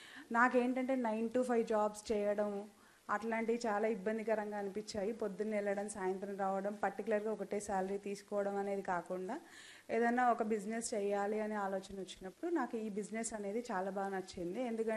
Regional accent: Karimnagar, Telangana, India; నేను కరీంనగర్ నుంచి వచ్చాను. … నేను ఒక ఉమెన్ ఫార్మర్ని.

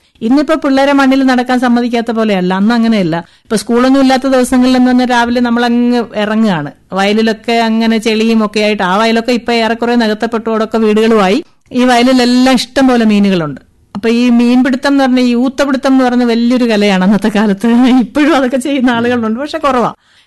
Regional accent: Pallana, Kerala, India; ഞാൻ ജനിച്ചു വളർന്ന സ്ഥലം എന്ന് പറയുന്നത് ആലപ്പുഴ ജില്ലയില് കാർത്തിപ്പള്ളി താലൂക്ക് തൃക്കുന്നപ്പുഴ പഞ്ചായത്തില് പല്ലന പാനൂര്.

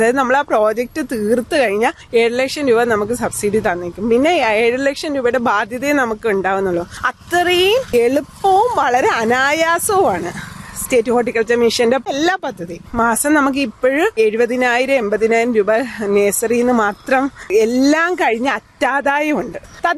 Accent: Onattukara, Kerala, India; born there; ഞാൻ ഓണാട്ടേറിയാണ് ജനിച്ചത്. അവ ഒരു കാർഷിക സംസ്കാരമുള്ള നാടാണ്, ജീവിത രീതിയുള്ള നാടാണ്.

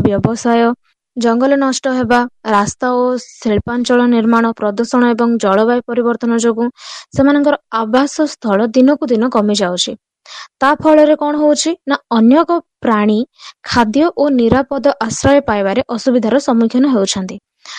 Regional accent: Jeypore, Odisha, India; ଓ ମୁଁ ଜୟପୁରରୁ ବିଲଙ୍ଗ କରୁଛି।

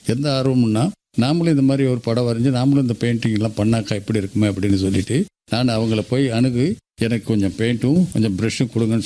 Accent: Puducherry, India; also born or lived in Velliyanur; வாழ்க்கை தொடங்கும் போது அரங்கனூர் என்ற ஒரு கிராமத்துல புதுச்சேரியை சேர்ந்தது, பக்கத்துல தான். அந்த அரங்கனூர் கிராமத்துல இருக்கும் போது விளையாட்டு பிள்ளையாக இருந்து கொண்டிருக்கிறேன்.

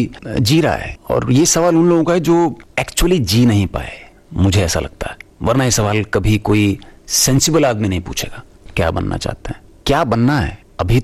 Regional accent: Delhi, India; मैं दिल्ली में पैदा हुआ, पला बड़ा वहीं पे

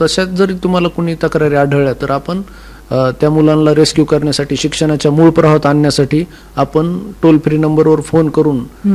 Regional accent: Beed district, Maharashtra, India

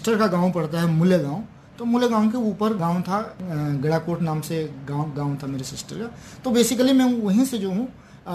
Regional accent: Tehri, Uttarakhand, India; हम लोग उत्तराखंड के मैं टेहरी से बिलोंग करता हूँ तो गढ़वाल के रहने वाले हैं

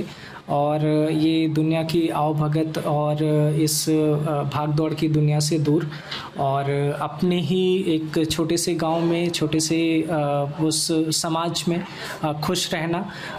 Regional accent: Madwa Dhanawal, Uttar Pradesh, India; देखिए, मैं उत्तर प्रदेश के मिर्ज़ापुर डिस्ट्रिक्ट से बिलोंग करता हूँ, और मेरा जो जन्म स्थान है वो एक गांव पड़ता है मड़वा धनावल, वहाँ पे जन्म हुआ।

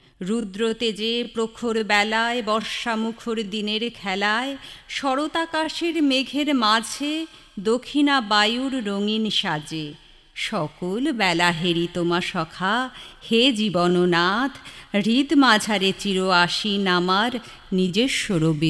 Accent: Siliguri, West Bengal, India; moved away as an adult; now in Kolkata, India; শিলিগুড়িতেই আমার জন্ম এবং বেড়ে ওঠা, কিন্তু বর্তমানে আমি বৈবাহিক সূত্রে কলকাতার বাসিন্দা।

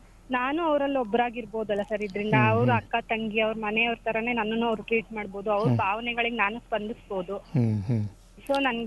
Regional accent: Halebidu, Karnataka, India; moved away as an adult; now in Mysore, India; ನನ್ನ ಊರು ಹಾಸನ್ ಡಿಸ್ಟ್ರಿಕ್ ಹಳೆಬೀಡು.

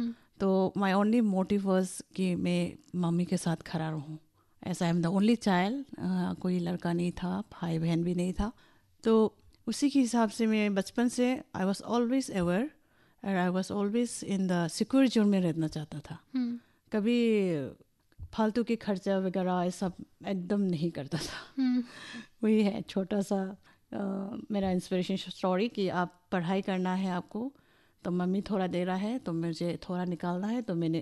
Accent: Haflong, Assam, India; also born or lived in Silchar; मेरा जन्म सिलचर में हुआ था, मेडिकल कॉलेज में, to a very sweet couple but quite aged.

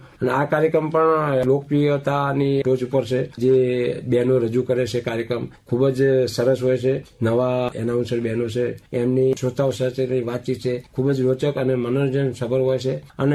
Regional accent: Patan district, Gujarat, India; મારું ગામ ડેર, તાલુકો જિલ્લો પાટણ.

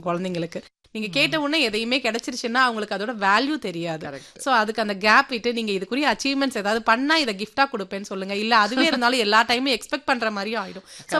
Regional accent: Dindigul, Tamil Nadu, India; born there; moved away as an adult; also born or lived in Chinnalapatti / Madurai; Actually ma'am என்னோட ஊர் native பாத்தீங்கன்னா திண்டுக்கல்.

